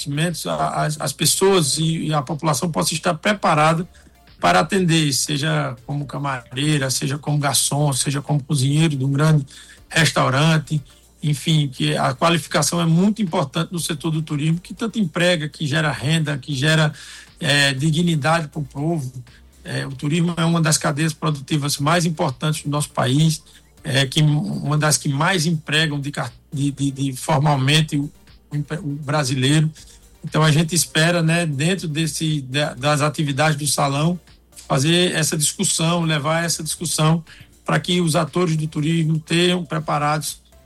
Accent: Paraíba, Brazil; eu, como nordestino e sou lá da Paraíba

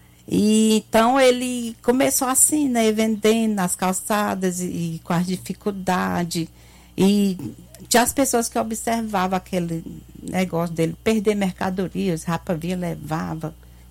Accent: Aratuba, Ceará, Brazil; born or raised there; moved away

